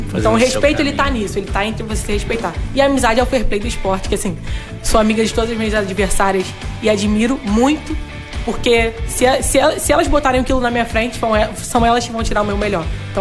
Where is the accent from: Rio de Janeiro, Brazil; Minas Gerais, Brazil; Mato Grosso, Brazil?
Rio de Janeiro, Brazil; Eu sou cria de Cascadura, uma rua sem saída.